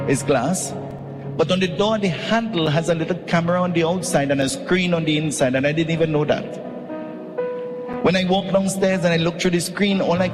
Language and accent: English; Trinidad & Tobago; Sir, where are you from? What country? I say, Trinidad and Tobago.